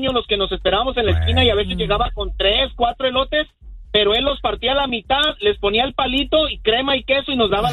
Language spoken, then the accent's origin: Spanish; Tlaquepaque, Jalisco, Mexico; born or raised there; now in Las Vegas, United States